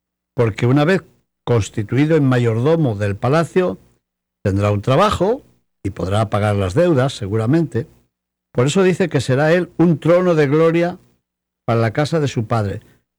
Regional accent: Palazuelo de Órbigo, Castile and León, Spain; Yo recuerdo la llave de la casa donde me crié, en Palazuelo de Órbigo, era bastante grande.

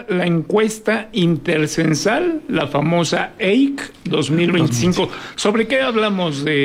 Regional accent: Durango, Mexico; Estos somos los duranguenses.

